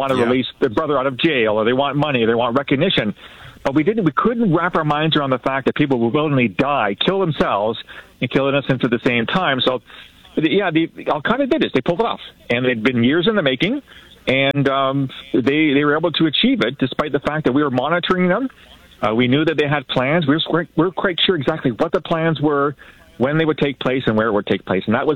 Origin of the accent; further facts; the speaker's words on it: London, Ontario, Canada; I mean, I grew up in London, Ontario, right?